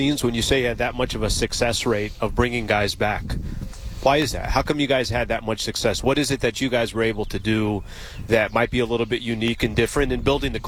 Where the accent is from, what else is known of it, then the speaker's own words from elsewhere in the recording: San Diego, California, United States; I grew up here in San Diego. I went to San Diego State University.